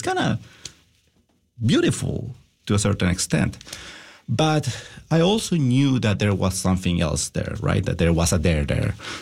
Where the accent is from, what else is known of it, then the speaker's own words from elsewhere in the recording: Chile; fans of Universidad de Chile, University of Chile, which is the team I support in Chile, in my home country.